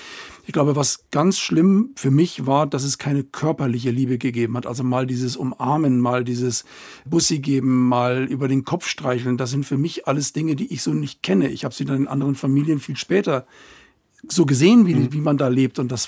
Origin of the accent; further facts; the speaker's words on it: Northern Germany, Germany; now in Kirchseeon, Germany; Und das war schon schwierig, weil man als Norddeutscher nicht besonders freundlich aufgenommen worden ist.